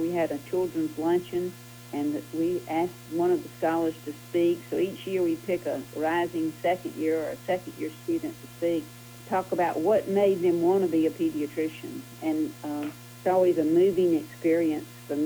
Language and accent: English; Sandersville, Georgia, United States; I'm from Sandersville, Washington County